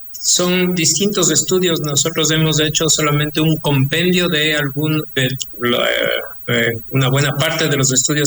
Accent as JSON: {"language": "Spanish", "country": "Ecuador", "said": "eso es un poco lo que marca nuestra manera de ser como ecuatorianos"}